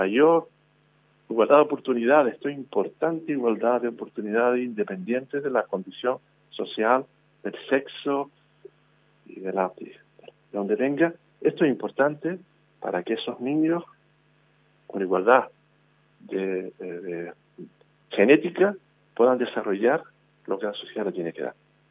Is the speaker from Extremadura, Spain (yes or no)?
no; Teror, Canary Islands, Spain; alguien que sea del propio pueblo.